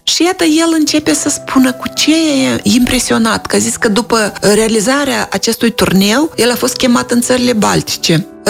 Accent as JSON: {"language": "Romanian", "town": "Orhei", "region": "Orhei District", "country": "Moldova", "said": "știți că și eu sunt din Orhei, el este din raionul Orhei"}